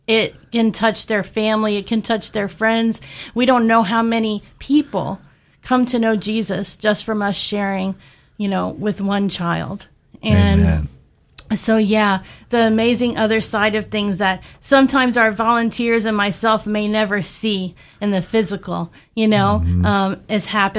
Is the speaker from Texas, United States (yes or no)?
no; New Orleans, Louisiana, United States; Yeah, so I come from New Orleans, Louisiana.